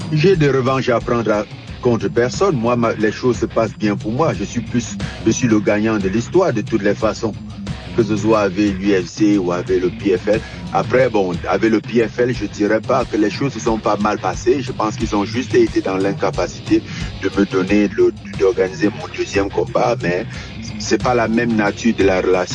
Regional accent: Cameroon; born there; moved away; L'Afrique, c'est ma terre natale, c'est là où je viens.

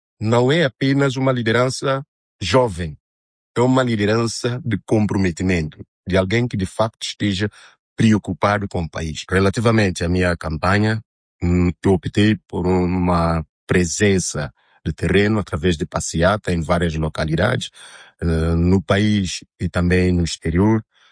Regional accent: São Tomé & Príncipe; Eu, enquanto santomense, eu, enquanto jovem

